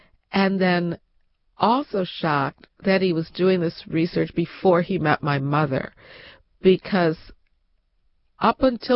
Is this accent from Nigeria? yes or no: no; Chicago, Illinois, United States; I knew growing up in Chicago in the 1960s that my father had been conducting interviews of black-white couples throughout my entire childhood.